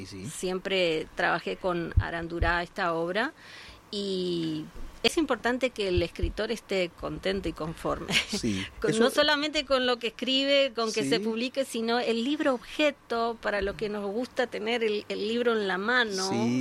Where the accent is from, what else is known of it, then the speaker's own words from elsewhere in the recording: Uruguay; also born or lived in Montevideo; Yo soy uruguaya, nací en Montevideo y después me fui a vivir a un balneario, a una cuadra del mar, y el lugar era una inspiración tremenda para escribir.